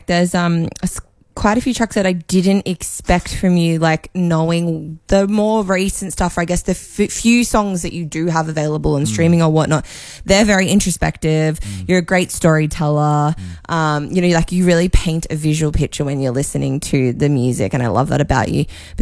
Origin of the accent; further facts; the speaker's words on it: Caloundra, Queensland, Australia; I'm a fellow sunny coaster. So yeah, I'm opposite end though, Caloundra.